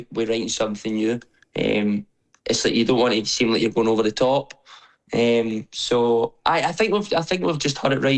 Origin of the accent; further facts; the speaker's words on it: Scotland, United Kingdom; especially at home in Scotland